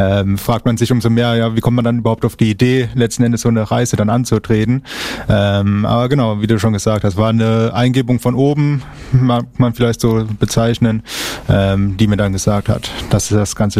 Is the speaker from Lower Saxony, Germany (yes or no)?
no; Hesse, Germany; born there; now in Hamburg, Germany; Gebürtig komme ich aus der Nähe von Kassel.